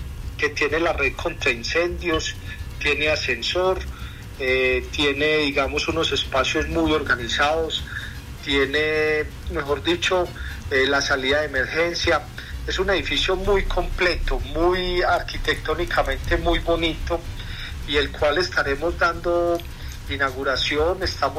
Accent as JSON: {"language": "Spanish", "region": "Antioquia", "country": "Colombia"}